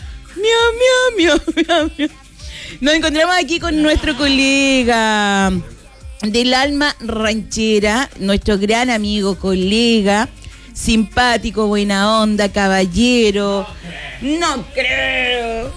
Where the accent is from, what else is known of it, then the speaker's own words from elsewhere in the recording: Curicó, Maule, Chile; Pero no por eso voy a apoyar al equipo de Curicó, que es mi ciudad natal, ¿cierto?